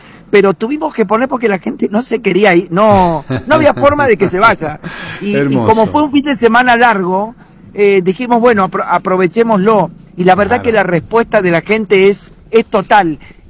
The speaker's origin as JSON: {"language": "Spanish", "region": "Entre Ríos", "country": "Argentina", "moved": "yes", "lives_now": "Termas de Río Hondo, Argentina", "said": "tengo el domicilio en Termas porque me siento un santiagueño siendo de Entre Ríos. Soy de la provincia de Entre Ríos, pero adopté esta ciudad como mía."}